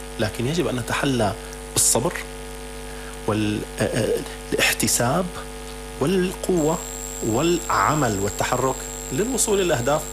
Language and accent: Arabic; Syria; كلنا كسوريين بعد 14 سنة من المعاناة